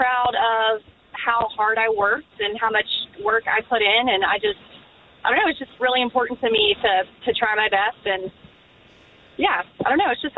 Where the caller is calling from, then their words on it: Georgia, United States; I live just north of Atlanta